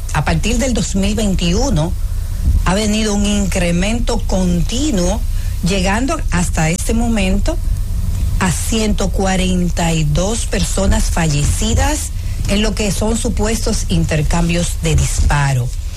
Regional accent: Dominican Republic; Como amiga, como mujer, como, ¿verdad?, como dominicana.

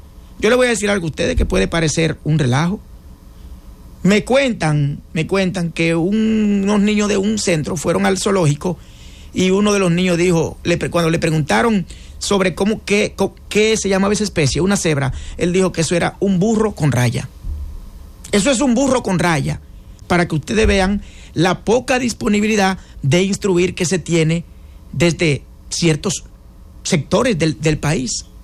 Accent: Dominican Republic

